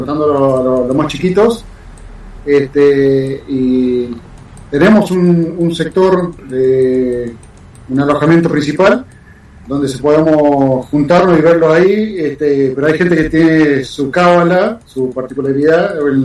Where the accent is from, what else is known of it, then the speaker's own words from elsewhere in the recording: Argentina; now in Esperanza Base, Antarctica; como si fuese la bandera argentina nuestra.